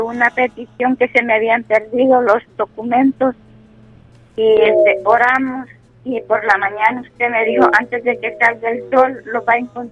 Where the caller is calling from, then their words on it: El Salvador; de Colonia Cel, Cantón Natividad.